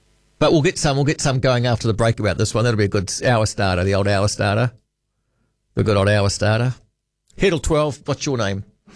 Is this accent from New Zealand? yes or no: yes; New Zealand; There is no essence to being a New Zealander because we are now a broader people.